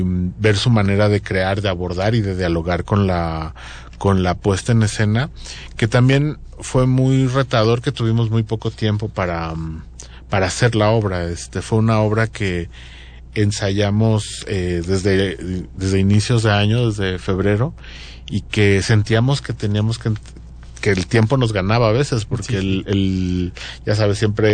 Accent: Michoacán, Mexico; Yo soy de Michoacán

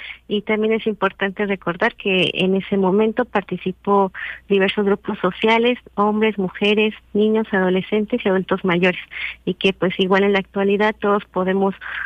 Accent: Mexico

